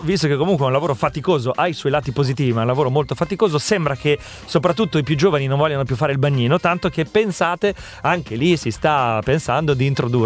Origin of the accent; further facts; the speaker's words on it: Liguria, Italy; Ma dalle mie parti, dove quando in Liguria, ma non soltanto, tu metti due piedi in acqua e già non tocchi